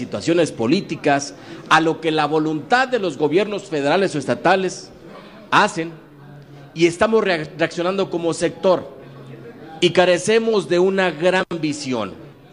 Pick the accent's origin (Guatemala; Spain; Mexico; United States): Mexico